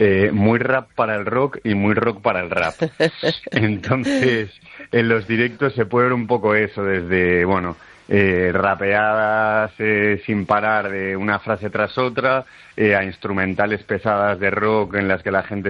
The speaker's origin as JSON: {"language": "Spanish", "town": "A Coruña", "region": "Galicia", "country": "Spain", "said": "somos los dos de Coruña"}